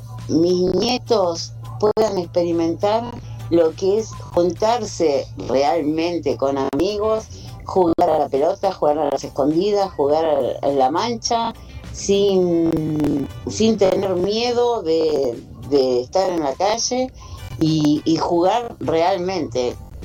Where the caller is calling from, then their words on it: Ciudad Evita, Buenos Aires Province, Argentina; de Ciudad de Vita